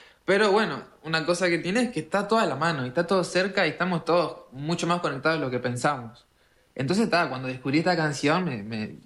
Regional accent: Montevideo, Uruguay; Yo nací en La Unión, fui a la escuela Felipe Sanguinetti a la 19 y la 20, a las 2, jugué en la Reborges, o sea, toda mi infancia y hasta mi adolescencia estuve ahí.

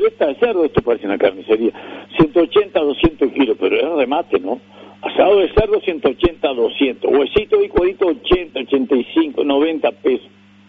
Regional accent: Uruguay; Yo soy el único uruguayo que es capaz de decir no sé una vuelta que no sabe.

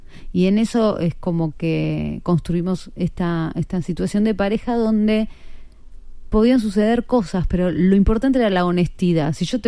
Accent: Buenos Aires, Argentina; la carrera que hice siendo una niña de barracas

